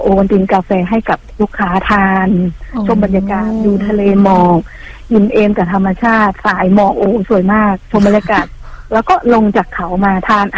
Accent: Northern Thailand, Thailand; accent: Kham Mueang (Northern Thai); ภาษาบ้านของพี่เป็นวัฒนธรรมจะเป็นคนเมืองอะค่ะเป็นคนเหนือเนาะจะอู้เมืองอู้เหนือค่ะ

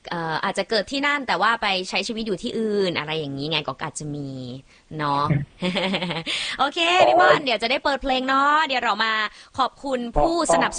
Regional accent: Chiang Mai, Thailand; เชียงใหม่ค่ะ

